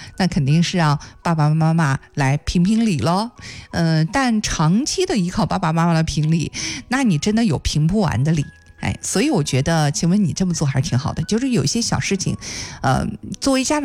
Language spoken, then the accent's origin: Chinese; Henan, China; 我们河南话说"隔过气"呀。